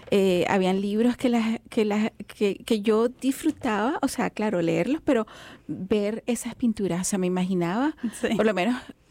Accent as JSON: {"language": "Spanish", "town": "Caracas", "region": "Capital District", "country": "Venezuela", "said": "yo nunca tuve la oportunidad de ir a Mérida, a esa área. Entonces, yo soy de Caracas"}